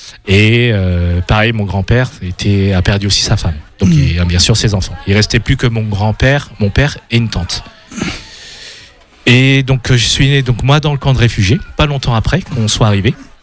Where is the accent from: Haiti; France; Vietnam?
France; Mais c'est vrai que comme j'ai grandi en France